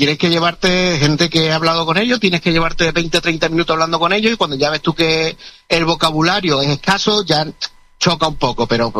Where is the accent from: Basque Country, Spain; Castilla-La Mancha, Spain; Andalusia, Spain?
Andalusia, Spain; El Puerto de Santa María; Somos del puerto de Santa María.